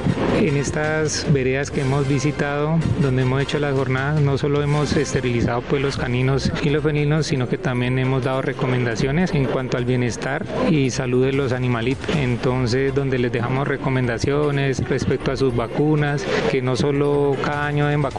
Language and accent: Spanish; Mondomo, Cauca, Colombia; Yo soy de Mondomo, Cauca.